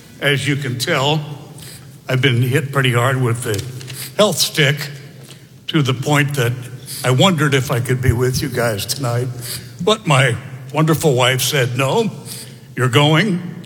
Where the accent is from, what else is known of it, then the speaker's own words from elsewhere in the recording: Dallas, Texas, United States; moved away; as a little grade school boy growing up in Dallas, Texas.